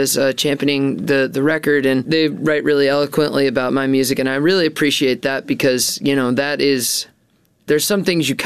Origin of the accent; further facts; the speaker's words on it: East Coast, United States; I grew up on the East Coast here. And in a very working class family, my dad worked in a factory.